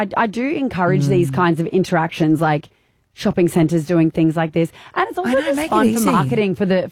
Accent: Gold Coast, Queensland, Australia; we are from the Gold Coast

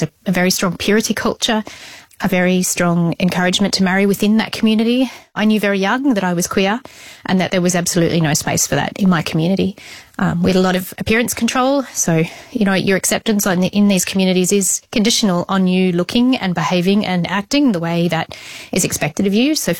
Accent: Australia; I am obviously Australian. I was raised fifth generation inside the group here in Australia. I came from a rural remote community, which is relatively common.

